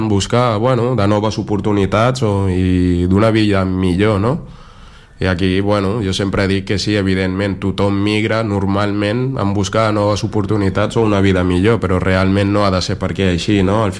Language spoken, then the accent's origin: Catalan; Martorell, Catalonia, Spain; born there; Jo sempre dic que sóc del Baix, no? Vaig arribar al... a Martorell concretament amb 6-7 anys i pràcticament tota la meva, gran part de la meva infància i adolescència i joventut l'he viscut allà, allà he viscut de tot.